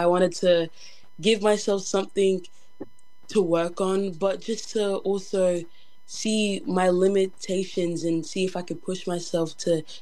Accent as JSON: {"language": "English", "town": "Logan City", "region": "Queensland", "country": "Australia", "said": "I'm an upcoming Indigenous artist. I'm from Logan City"}